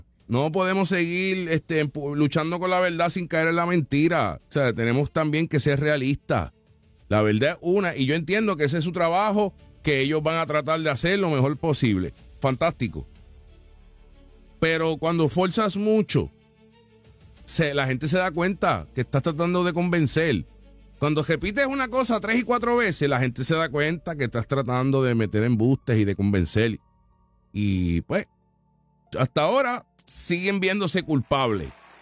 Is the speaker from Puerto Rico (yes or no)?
yes; Aibonito, Puerto Rico; directamente del Tribunal de Aybonito. Oye, mi pueblo.